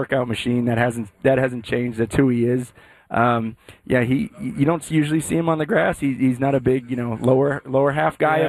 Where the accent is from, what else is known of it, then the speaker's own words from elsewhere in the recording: Twin Cities, Minnesota, United States; My wife's from Green Bay, Wisconsin. I'm from the Twin Cities.